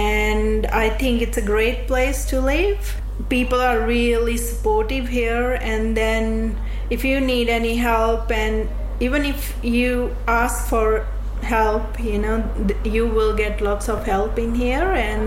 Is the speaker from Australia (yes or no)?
no; India; moved away as an adult; I'm from Indian background